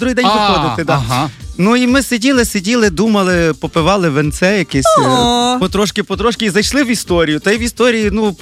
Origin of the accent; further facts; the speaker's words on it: Lviv, Lviv Oblast, Ukraine; я зі Львова, Львів.